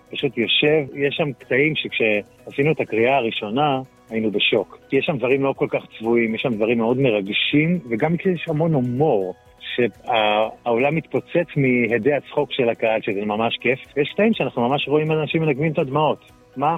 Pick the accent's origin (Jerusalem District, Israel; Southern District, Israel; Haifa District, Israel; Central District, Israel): Central District, Israel; Rehovot; אני גדלתי ברחובות, ילד טוב רחובות, מה לי ולפרסום, מה לי ולזה.